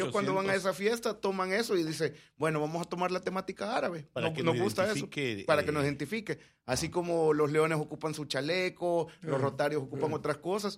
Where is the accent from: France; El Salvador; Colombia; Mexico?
El Salvador; Yo soy de El Salvador y estoy bajo la jurisdicción de Panamá.